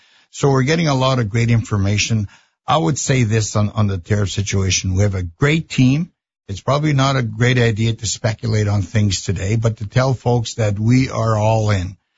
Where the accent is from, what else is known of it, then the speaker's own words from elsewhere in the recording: Canada; And these days, I just feel great being a Canadian.